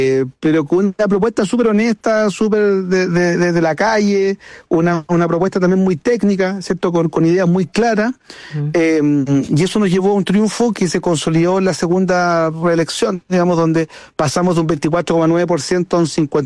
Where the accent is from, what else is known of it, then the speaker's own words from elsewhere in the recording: Concón, Valparaíso, Chile; porque yo nací en Concón cuando Concón era parte de Viña del Mar.